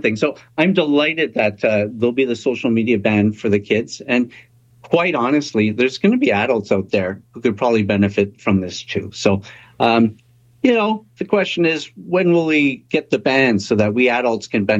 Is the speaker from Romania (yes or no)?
no; Canada; But if I were to speak as a Canadian, it is best if we rein this in.